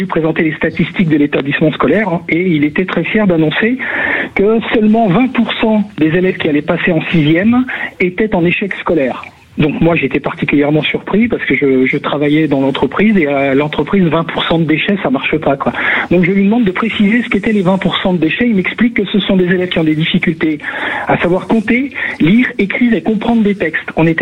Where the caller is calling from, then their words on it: Roussillon, Provence-Alpes-Côte d'Azur, France; moi, je vous appelle du Roussillon.